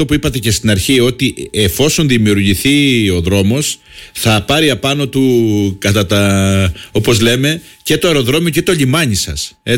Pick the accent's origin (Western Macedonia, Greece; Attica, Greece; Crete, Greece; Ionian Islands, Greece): Crete, Greece; Sitia; εγώ όταν ήμουν παιδί στη Σιτία, μαθητής στη Σιτία